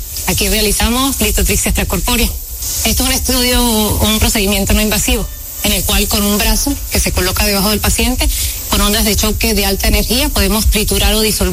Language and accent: Spanish; Venezuela; Soy venezolana.